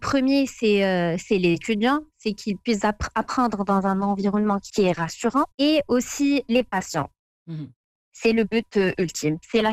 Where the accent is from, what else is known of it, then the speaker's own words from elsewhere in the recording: Fez, Fès-Meknès, Morocco; moved away as an adult; now in Dortmund, Germany; je suis originaire de Fès, effectivement, ma ville de cœur.